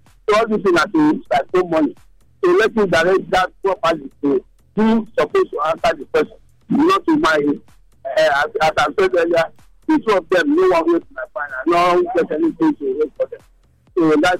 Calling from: Nigeria; Yes, I'm calling from Akpaba.

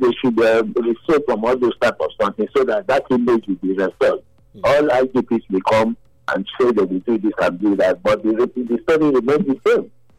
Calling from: Nigeria; I'm calling from Opeso community.

